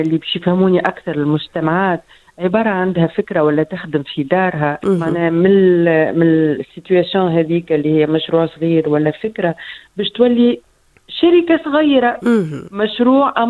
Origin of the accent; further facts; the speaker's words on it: Tunisia; accent: Tunisian; كما نحن نقولوا بالدارجة متاعنا في تونس